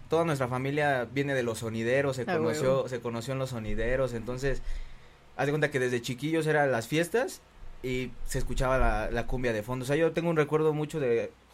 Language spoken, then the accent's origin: Spanish; Mexico City, Mexico; yo soy de ahí, como de una colonia pegada de ellos, que es Casas Alemán, Campestre Aragón, por la San Felipe, todo eso